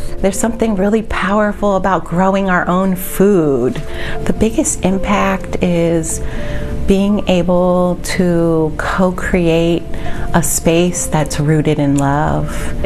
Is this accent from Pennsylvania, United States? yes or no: yes; Philadelphia, Pennsylvania, United States; born there; I was born right here in Philadelphia in Germantown.